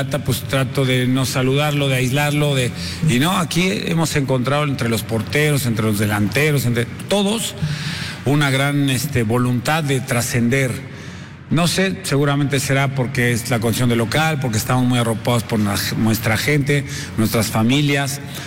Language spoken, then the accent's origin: Spanish; Mexico; somos 11 mexicanos que tenemos que hacer gol allá y que no te dan gol aquí.